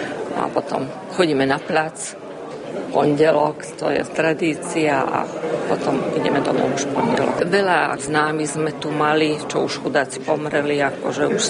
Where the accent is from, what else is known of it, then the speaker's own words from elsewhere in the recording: Horné Saliby, Trnava Region, Slovakia; pochádzam z Horných Salíp.